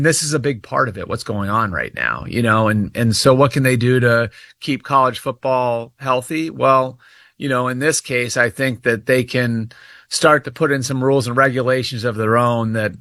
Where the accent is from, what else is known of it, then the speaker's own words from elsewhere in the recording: Northeast, United States; I'm from the Northeast